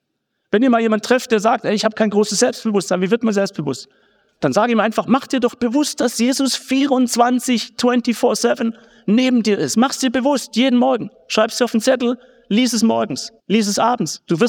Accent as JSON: {"language": "German", "town": "Gaildorf", "region": "Baden-Württemberg", "country": "Germany", "tie": "born or raised there", "said": "Meine Mutter Religionsunterricht in Geildorf, wo ich herkomme, im Schwabenland. Das heißt wirklich so Geildorf."}